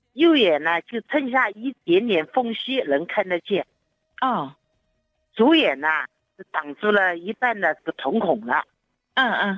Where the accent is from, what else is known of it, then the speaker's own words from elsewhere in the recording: Anhui, China; 我呢是安徽的。